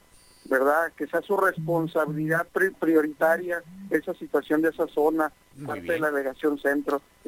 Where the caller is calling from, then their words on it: Mexico; soy mexicano, vivo en Tijuana, sé la ciudad por la que está sucediendo